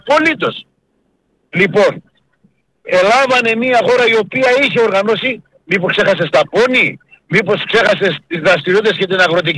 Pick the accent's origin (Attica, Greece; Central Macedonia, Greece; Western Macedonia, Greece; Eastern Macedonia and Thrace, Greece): Eastern Macedonia and Thrace, Greece; Drama; also born or lived in Dipotamo; Εγώ είμαι από το Διπόταμο, η καταγωγή μου από εκεί είναι. Αλλά σε μικρή ηλικία έφυγα, ήρθα στη δράμα.